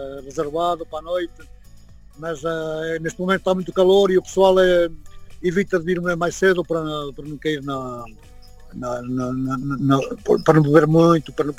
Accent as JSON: {"language": "Portuguese", "country": "Portugal", "moved": "as an adult", "lives_now": "Paris, France", "said": "eu sou de uma aldeia lá do nordeste de Portugal, aquilo não é, é uma aldeia abandonada"}